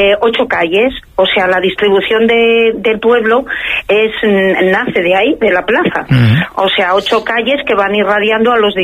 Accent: Piedrahíta, Castile and León, Spain; De Piedrahíta, de la provincia de Ávila.

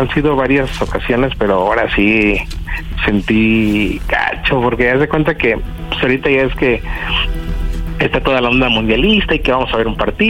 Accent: Mexico City, Mexico; Soy de la Ciudad de México y tengo 39 años.

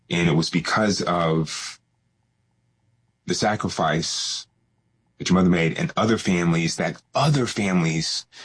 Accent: Georgia, United States; my home state is Georgia

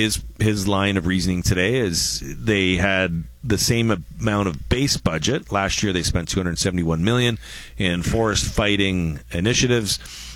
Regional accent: Canada; And it is insulting. As a Canadian, it's insulting.

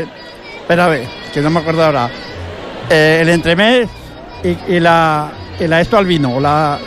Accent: Pinsoro, Aragon, Spain; now in Ejea de los Caballeros, Spain; No, yo es que tengo un piso aquí en Ejea, aunque soy de Pinzoro, pero toda la semana de fiesta me vengo al piso y lo pasamos aquí toda la fiesta

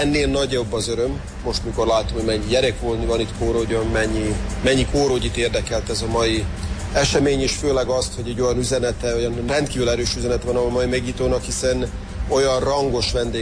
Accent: Slavonia, Croatia; hogy igenis értelme van megmaradni Szlavóniában, a Drávaszekben magyarként, elég megmaradni úgy, hogy itt a gyermekeinkkel továbbra is magyarul beszélünk, magyarul gondolkodunk

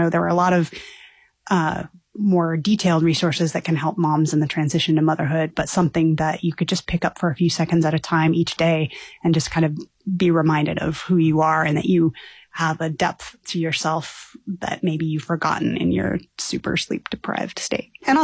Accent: Colorado, United States; I hail from Colorado originally

